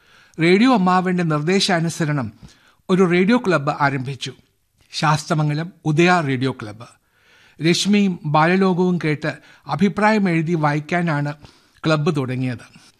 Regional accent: Mannarkkad, Kerala, India; മണ്ണാർക്കാട്ടുകാരനാണെങ്കിലും എൻ്റെ മണ്ണാർക്കാടിനതിർത്തി ലഡാക്ക് എന്നറിയുന്നേൻ എന്ന് പാടിയ ഒളപ്പമണ്ണയെ ഞാൻ സ്മരിക്കും.

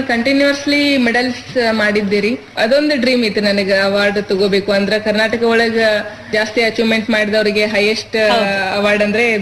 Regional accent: Karnataka, India; ನಮ್ಮ ಊರಿಂದ ಜಮಖಂಡಿ 15 ಕಿಲೋಮೀಟರ್ ಅಷ್ಟೇ ರೀ.

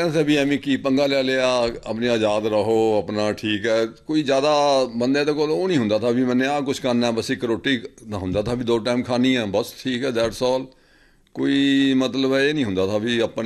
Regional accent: Malerkotla, Punjab, India; ਮੇਰਾ ਜਨਮ ਜੀ ਜਨਵਰੀ 1950 'ਚ ਮਲੇਰਕੋਟਲੇ ਹੋਇਆ ਸੀ

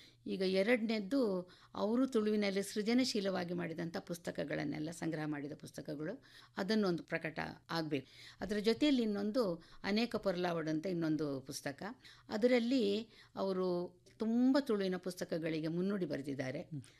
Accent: Dakshina Kannada district, Karnataka, India

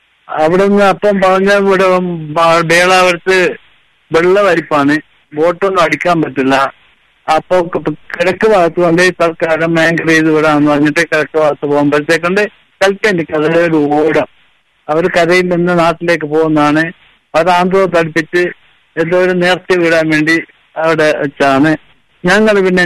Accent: Lakshadweep, India; ലക്ഷദ്വീപിലെ ഓടത്തിലുള്ള ഒരു യാത്ര, 8-ാം ക്ലാസ് പഠിക്കുന്നവരെ ഞാൻ നാട് വിട്ടിട്ടില്ല.

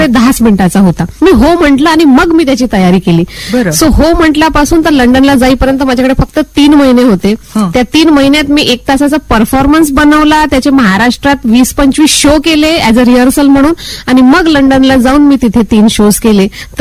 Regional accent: Wardha, Maharashtra, India; moved away; मी पुलगाव, वर्धेनंतर जे पुलगाव आहे तिथे विटाळा म्हणून ते आमचं गाव आहे. सो माझं बालपण तिथे गेलं आणि 12वीपर्यंत तिथेच शिक्षण झालं. माझ्या घरी 2-3 एकर शेती आहे

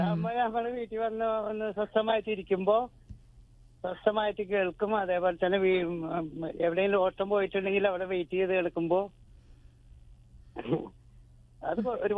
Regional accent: Kodungallur, Kerala, India; ഞാൻ കൊടുങ്ങല്ലൂർ സ്വദേശിയാണ്.

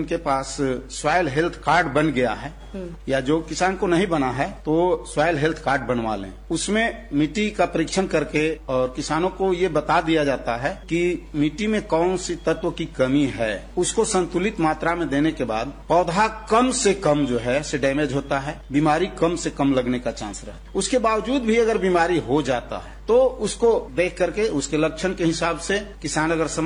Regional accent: Palamu district, Jharkhand, India; ग्राम तुकबेरा, प्रखंड नावा बाजार, जिला पलामू।

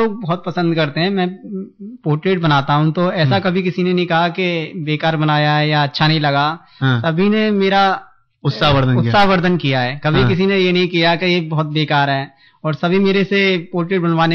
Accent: Mathura, Uttar Pradesh, India; मेरा जन्म इस मथुरा में हुआ है तो मुझे इस ब्रजभूमि से बहुत ज्यादा लगाव है।

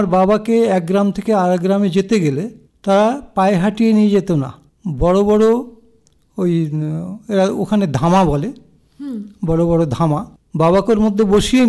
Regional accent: Kolkata, West Bengal, India; also born or lived in Dum Dum / Faridpur, Bangladesh (family origin); আমার জন্ম কলকাতার কাকুরগাছিতে, 13 জানুয়ারি 1956। এখন যেখানে ডক্টর বিধানচন্দ্র শিশু হসপিটাল আছে, একদম ওর খুব কাছেই ছিল যেখানে জন্ম হয়েছে সেই জায়গাটা।

